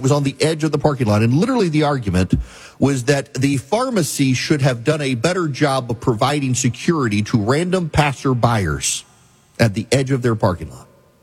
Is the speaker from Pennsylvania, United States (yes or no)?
no; Louisiana, United States; There are businesses packing up and fleeing my home state of Louisiana